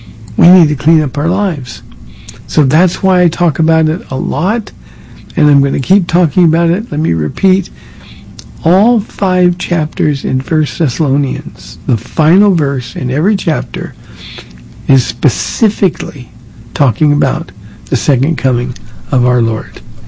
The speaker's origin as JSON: {"language": "English", "region": "California", "country": "United States", "said": "I'm from Southern California. I love the beach."}